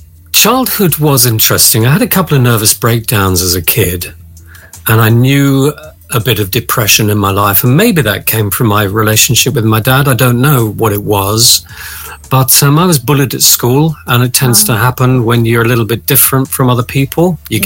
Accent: Emsworth, South East England, United Kingdom; So I was brought up in Emsworth in Hampshire, right on the coast.

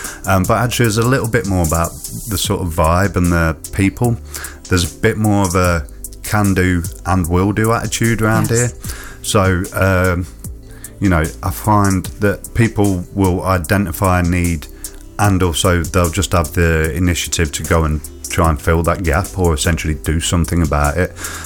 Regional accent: Leicester, East Midlands, United Kingdom; moved away as an adult; now in Stoke-on-Trent, United Kingdom; I've left Leicester, my hometown, to come back over to the Potteries.

